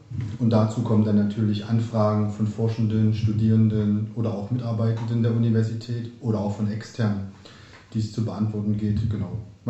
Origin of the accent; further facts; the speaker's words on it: Weimar, Thuringia, Germany; ich bin direkt gebürtig aus Weimar